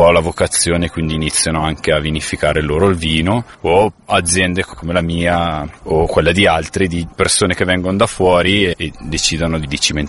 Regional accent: Bergamo, Lombardy, Italy; now in Valtellina, Italy

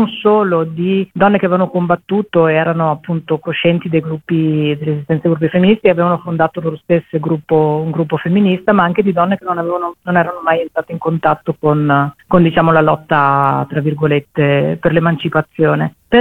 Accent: Borgo Valsugana, Trentino-Alto Adige, Italy

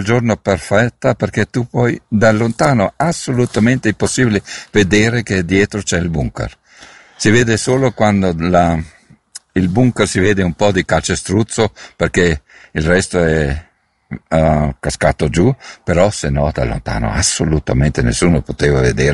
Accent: Trentino-Alto Adige, Italy

